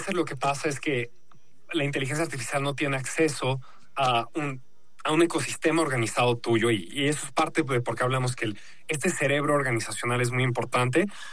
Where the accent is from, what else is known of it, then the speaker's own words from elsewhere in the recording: Mexico; moved away as an adult; also born or lived in Bogotá, Colombia / United States; yo crecí en México, hice mi carrera en Harvard, allá estudié economía y ciencias de la computación. Llevo los últimos 6 años trabajando en tecnología en América Latina. Viví un par de años en Bogotá, Colombia.